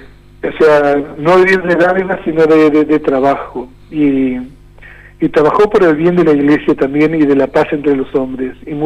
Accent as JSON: {"language": "Spanish", "country": "Argentina", "said": "La Virgen de Luján, que es la patrona de nuestro pueblo argentino, y San Cayetano, que es uno de los santos más populares de nuestro pueblo argentino también."}